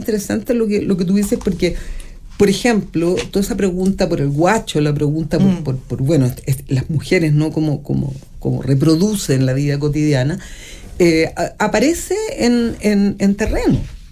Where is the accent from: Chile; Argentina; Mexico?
Chile